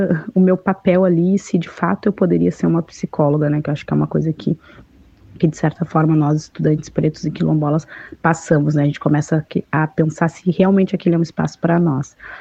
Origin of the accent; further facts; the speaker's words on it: Rio Grande do Sul, Brazil; eu cheguei com o compromisso das comunidades quilombolas do Rio Grande do Sul, da minha comunidade